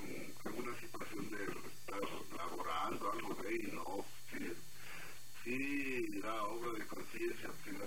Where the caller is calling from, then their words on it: Latacunga, Cotopaxi, Ecuador; No, en La Tacunga.